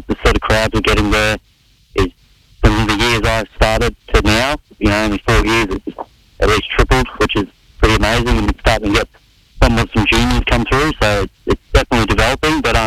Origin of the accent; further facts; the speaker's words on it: Mackay, Queensland, Australia; I'm a kid from Mackay, and all of a sudden I was playing in Madrid